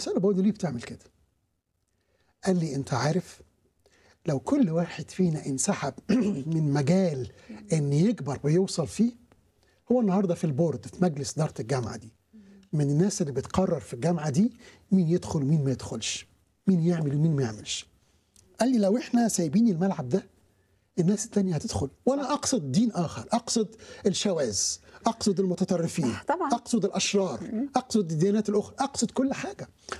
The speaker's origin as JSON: {"language": "Arabic", "country": "Egypt", "said": "احنا ليه يعني لما كنا في بلادنا مثلا بلدنا مصر نفرح قوي"}